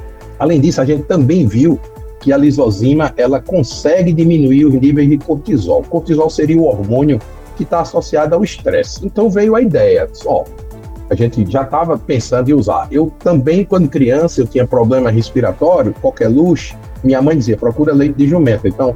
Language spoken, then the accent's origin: Portuguese; Northeast Region, Brazil; Eu sou do Nordeste, então no Nordeste a gente recebeu uma demanda da Polícia Rodoviária Federal